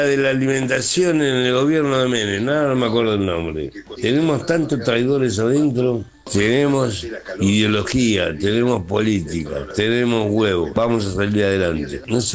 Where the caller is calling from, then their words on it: Avellaneda, Buenos Aires Province, Argentina; yo soy de Avellaneda